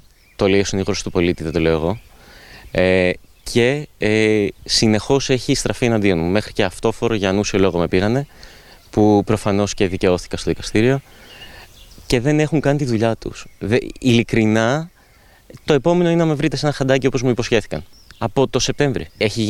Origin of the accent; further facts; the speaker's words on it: Lesbos, North Aegean, Greece; moved away; Θα μείνω εδώ γιατί εδώ είναι ο τόπος μου